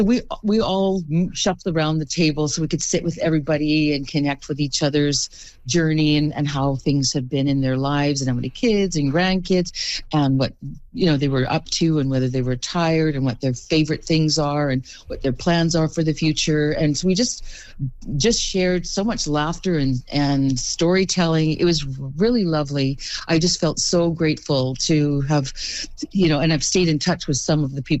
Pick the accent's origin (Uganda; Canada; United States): Canada; Yellowknife, Northwest Territories; born or raised there; moved away as an adult; now in Chilliwack, Canada